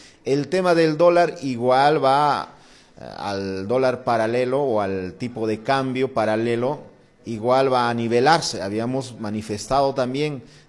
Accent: Bolivia; quienes principalmente somos como bolivianas y bolivianos

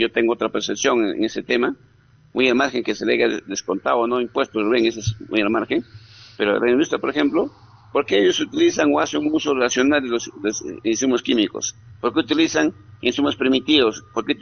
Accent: Peru

